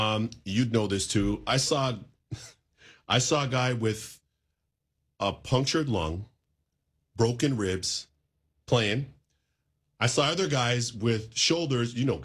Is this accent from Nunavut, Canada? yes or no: no; Toronto, Ontario, Canada; growing up in Toronto